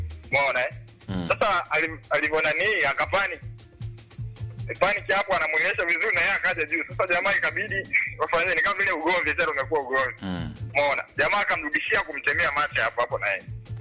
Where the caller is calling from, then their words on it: Nyasura, Mara, Tanzania; natokea maeneo ya Nyasura.